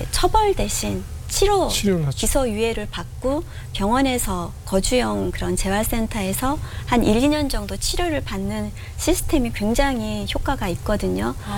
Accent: Seoul, South Korea; moved away; also born or lived in Japan; 부산이 아니에요. 저는 서울이고.

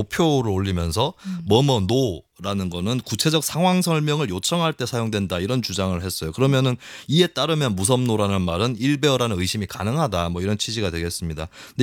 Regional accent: Gyeongsang, South Korea; 제가 경상도 출신인데요.

